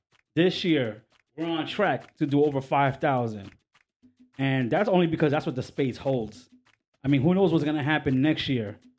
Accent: New York City, New York, United States; now in Staten Island, United States; I'm originally from the Heights. Inwood Heights, Washington Heights, that's where I'm from.

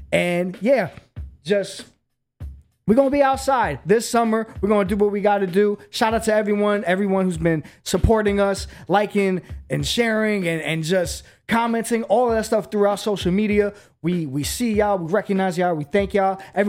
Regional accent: New York, United States; We just having a great, great time being a New Yorker, being an American.

